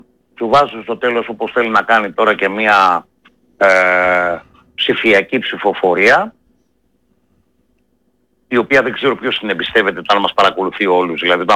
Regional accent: Aliveri, Central Greece, Greece; moved away; also born or lived in Dafni, Athens; στην ιδιαίτερη πατρίδα μου στην Εύβοια, στο Αλιβέρι

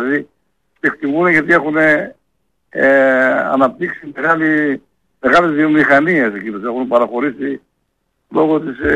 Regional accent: Krya Vrysi, Central Macedonia, Greece; Από την Κρία Βρύση.

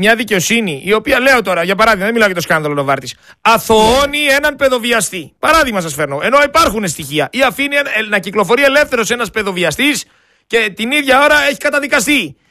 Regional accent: Greece; Εγώ είμαι ένας Έλληνας πολίτης λοιπόν, και αυτός θα γίνει ο έλεγχος και να γίνει, και εγώ θα απαντήσω.

